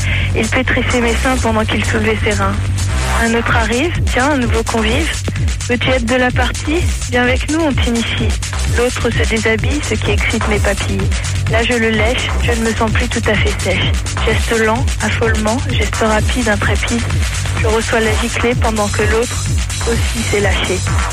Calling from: Cannes, Provence-Alpes-Côte d'Azur, France

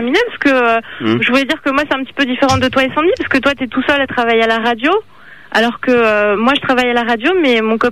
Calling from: Tourcoing, Hauts-de-France, France; J'appelle de Tourcoing.

